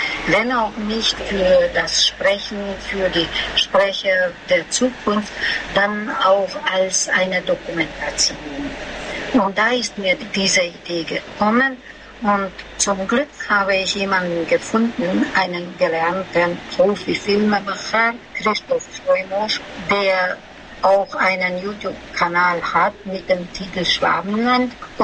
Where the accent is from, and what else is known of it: Pilisszentiván, Pest, Hungary